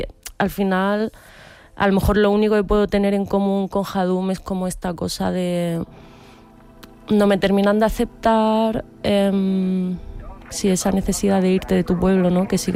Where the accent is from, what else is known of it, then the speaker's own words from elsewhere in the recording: Tetouan, Tanger-Tetouan-Al Hoceima, Morocco; yo soy de Tetuán, ¿no? Pero mi madre es de La Línea, ¿no? Y yo vengo a España y he venido desde pequeña.